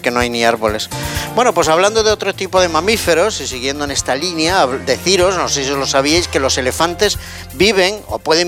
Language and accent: Spanish; Barcelona, Catalonia, Spain; yo al salir de mi casa, donde yo nací, en Barcelona